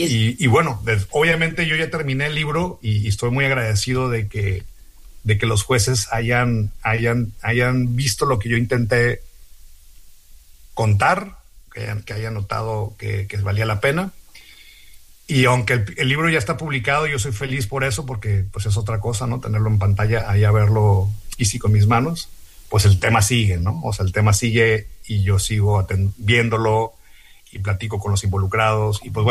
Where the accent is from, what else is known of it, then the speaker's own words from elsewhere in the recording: Mexicali, Baja California, Mexico; born there; en el municipio de Mexicali, donde yo nací